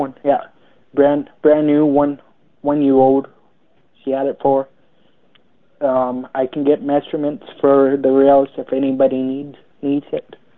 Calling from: Renwick, Manitoba, Canada; Calling from Renwick, of course.

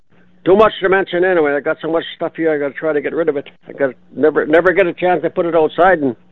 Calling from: Manitoba, Canada; I'm calling from the cloudy Interlake.

